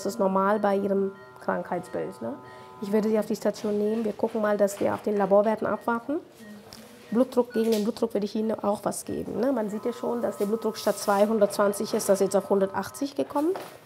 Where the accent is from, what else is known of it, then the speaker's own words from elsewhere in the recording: India; German is a second language; moved away as an adult; now in Bielefeld, Germany; ich bin Inderin